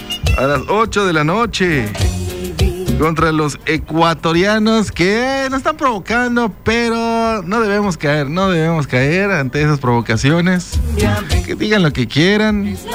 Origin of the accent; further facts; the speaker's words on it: Mexico; así somos los mexicanos.